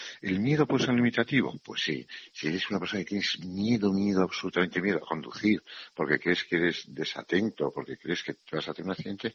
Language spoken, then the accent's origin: Spanish; Navarre, Spain; born there; A ver, yo que nací en Navarra y he corrido encierros